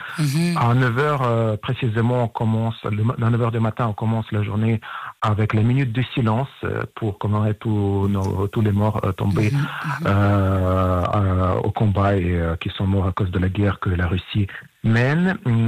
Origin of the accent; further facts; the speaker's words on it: Ukraine; moved away as an adult; now in France; je suis en France depuis 2008, mais je me rappelle qu'à chaque fois en Ukraine, il y avait le défilé militaire.